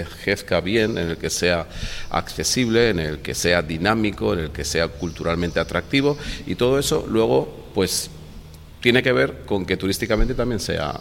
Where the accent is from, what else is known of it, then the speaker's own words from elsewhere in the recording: Benidorm, Valencian Community, Spain; Mira, soy nacido en Benidorm y me he criado en la playa de Benidorm y su arena.